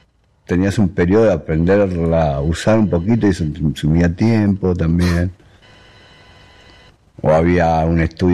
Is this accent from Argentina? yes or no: yes; Buenos Aires, Argentina; born there; yo nací en Versalles.